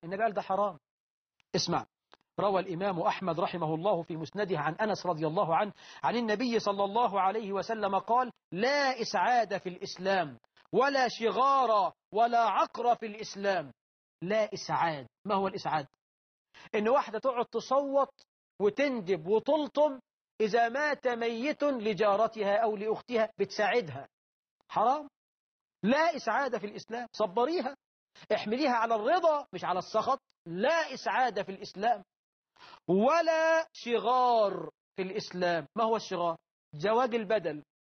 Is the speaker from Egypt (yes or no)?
yes; Egypt; أبو الهول مثلا تمثال عندنا في مصر محدش بيعبده